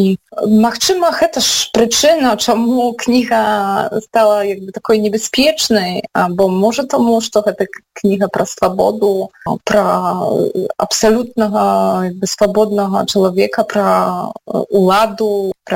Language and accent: Ukrainian; Podlaskie Voivodeship, Poland; я родом з Подляша, і напевно це сімейні корені, і Подляша саме по собі повпливало на те, що мені після вже доволі легко доводилося вчитися і говорити